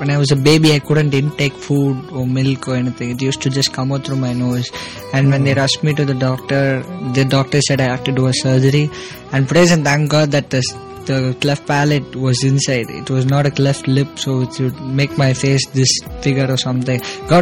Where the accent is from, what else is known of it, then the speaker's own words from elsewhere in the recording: Chennai, Tamil Nadu, India; born there; I was born in Chennai in a small family which my family is basically a Roman Catholic background.